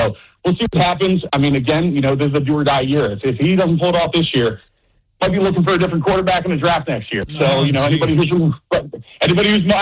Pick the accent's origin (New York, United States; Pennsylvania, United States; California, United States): Pennsylvania, United States; Philadelphia; I grew up in Philly, diehard Eagles fan.